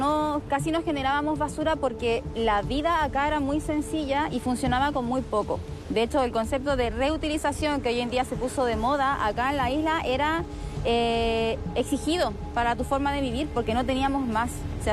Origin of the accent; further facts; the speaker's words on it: Rapa Nui, Valparaíso, Chile; Mira, mi papá es chileno, mi mamá es Rapa Nui, me crié acá. Y yo siempre digo que yo sí soy chilena